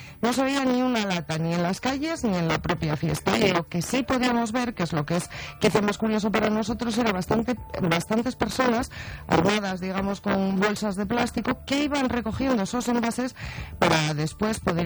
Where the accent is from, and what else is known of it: Spain